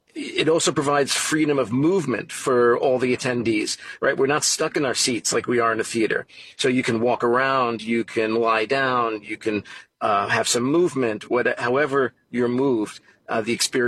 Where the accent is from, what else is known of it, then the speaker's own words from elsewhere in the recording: Brooklyn, New York, United States; You know, growing up in New York, I grew up with music, starting with piano lessons as a little kid, five, 6 years old. My folks still live in the same house in Brooklyn, New York